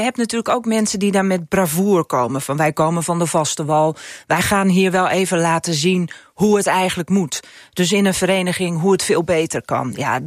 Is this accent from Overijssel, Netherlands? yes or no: no; Friesland, Netherlands; accent: Frisian; first language Frisian; Dutch is a second language; now in Ameland, Netherlands; Maar Fries is mijn moedertaal. Toen ik naar Ameland ben verhuisd, binnen no time was ik gewoon... Het Amelands had ik eigen gemaakt.